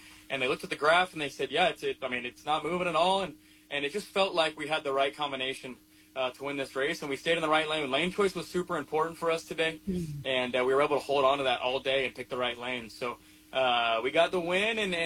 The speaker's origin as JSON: {"language": "English", "region": "Georgia", "country": "United States", "tie": "born or raised there", "said": "I get to come to Georgia. I get to drive down here in my home state, and it definitely felt like home field advantage."}